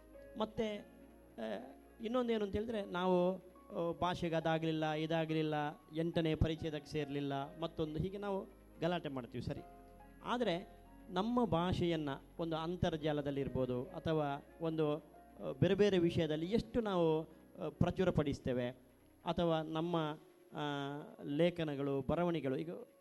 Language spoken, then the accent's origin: Kannada; Mangalore, Karnataka, India; ನಾವು ಮಂಗಳೂರಿನವರು ಅಥವಾ ಕರಾವಳಿಯವರು